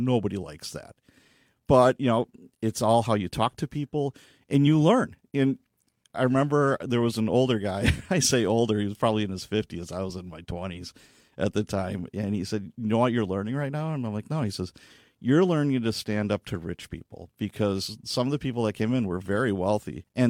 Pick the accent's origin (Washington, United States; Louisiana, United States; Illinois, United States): Illinois, United States; Chicago; I would say no, but when I was young, I grew up in Chicago, in the Chicagoland area